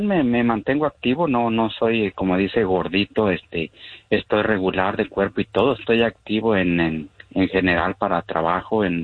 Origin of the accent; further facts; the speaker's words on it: Ciudad Juárez, Chihuahua, Mexico; also born or lived in Durango; Pues yo normalmente soy de aquí, de la frontera acá con El Paso, de ahí de Ciudad Juárez.